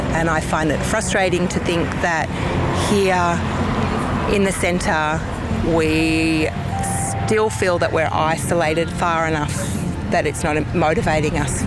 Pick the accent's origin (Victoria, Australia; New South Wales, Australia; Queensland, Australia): New South Wales, Australia; moved away as an adult; now in Alice Springs, Australia; I am originally from New South Wales. I've lived here for 15 years now. I came here when I was either 19 or 20.